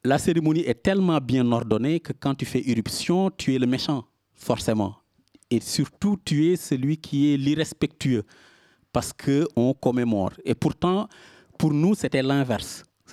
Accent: Senegal; moved away; quand on vient, par exemple, moi, du Sénégal

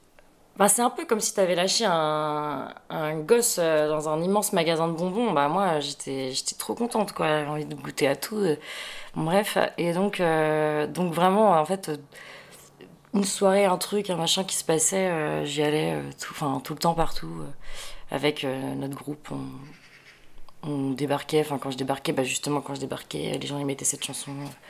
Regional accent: Saint-Brieuc, Brittany, France; moved away; moi je suis bretonne, je viens de Saint-Brieuc.

